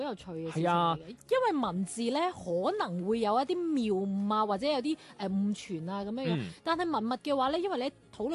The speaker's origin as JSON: {"language": "Cantonese", "town": "Guangzhou", "region": "Guangdong", "country": "China", "tie": "born or raised there", "said": "我係咁啊，梗係啦，我土生土長土"}